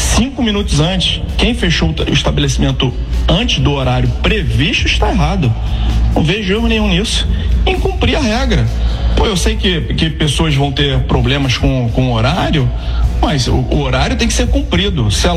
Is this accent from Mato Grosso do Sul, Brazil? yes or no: yes; Campo Grande, Mato Grosso do Sul, Brazil; sou de Campo Grande.